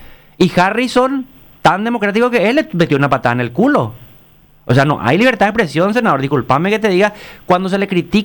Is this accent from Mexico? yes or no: no; Paraguay; Estuve en los Estados Unidos, estuve en Nueva York, estuve en Boston. ¿Qué carajo me importa a mí los Estados Unidos? Yo soy paraguayo.